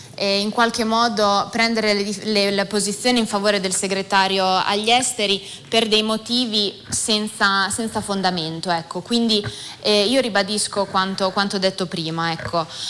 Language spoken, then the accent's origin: Italian; San Marino